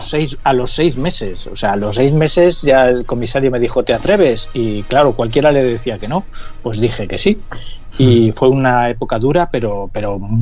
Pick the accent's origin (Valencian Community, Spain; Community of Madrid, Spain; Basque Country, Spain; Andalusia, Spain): Community of Madrid, Spain; Madrid; Cuando nací, o sea, mi infancia en Vallecas fue complicada. Eran años duros, eran años de heroína.